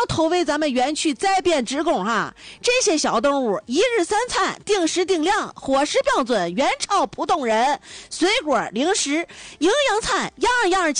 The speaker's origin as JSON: {"language": "Chinese", "town": "Dalian", "region": "Liaoning", "country": "China", "said": "用咱们大连本地方言"}